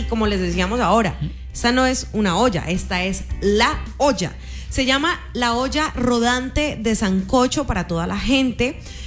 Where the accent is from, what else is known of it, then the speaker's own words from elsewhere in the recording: Cali, Valle del Cauca, Colombia; en este momento donde ya buscamos es sacar la cabeza como caleños.